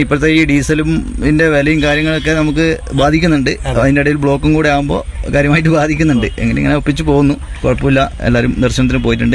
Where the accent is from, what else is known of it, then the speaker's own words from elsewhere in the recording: Rajapuram, Kerala, India; ഞാൻ രാജപുരത്തു നിന്നാണ് വരുന്നത്. കാസർഗോഡ് ജില്ലയിൽ രാജപുരം എന്ന് പറയുന്ന ഗ്രാമത്തിൽ നിന്നാണ് വരുന്നത്.